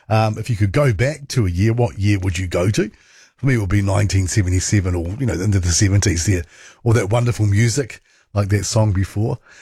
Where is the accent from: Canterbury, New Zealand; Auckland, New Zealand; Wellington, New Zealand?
Wellington, New Zealand; Masterton; like I did in Masterton growing up in the Cameron block.